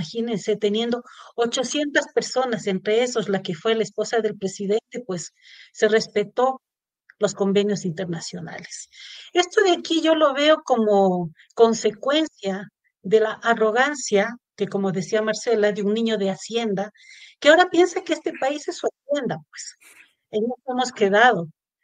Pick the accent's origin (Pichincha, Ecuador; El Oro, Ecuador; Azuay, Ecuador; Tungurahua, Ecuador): Pichincha, Ecuador; Quito; soy de Quito, Ecuador